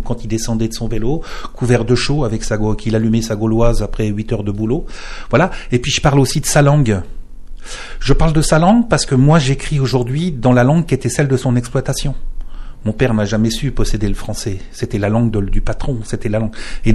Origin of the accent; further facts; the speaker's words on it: Verdun, Grand Est, France; born there; je suis né à Verdun et que c'est pas une ville simple.